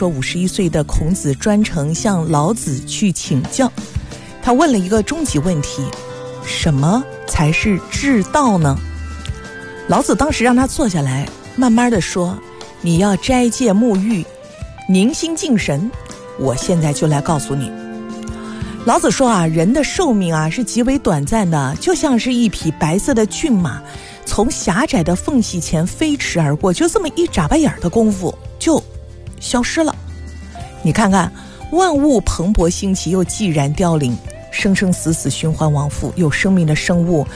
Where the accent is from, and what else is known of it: China